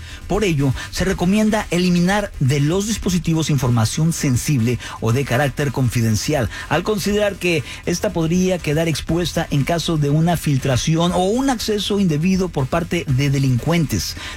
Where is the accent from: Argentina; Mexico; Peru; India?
Mexico